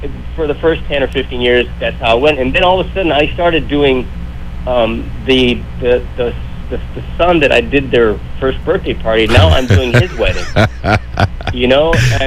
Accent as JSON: {"language": "English", "country": "Philippines", "tie": "born there", "said": "Well, I was born in the Philippines. My father was military, and so a lot of people, you know, when I say I was born in the Philippines, they think I'm Filipino, which I'm not."}